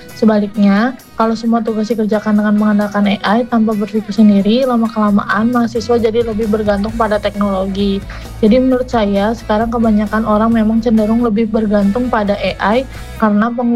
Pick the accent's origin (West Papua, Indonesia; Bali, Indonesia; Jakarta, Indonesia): Bali, Indonesia; Denpasar; umur saya 22 tahun, asal saya dari Denpasar.